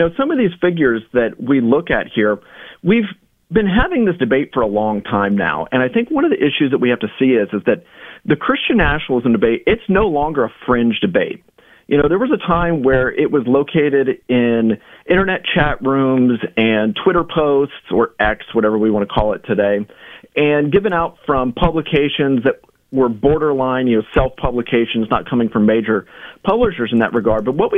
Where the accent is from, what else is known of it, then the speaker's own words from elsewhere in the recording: United States; I'm an American.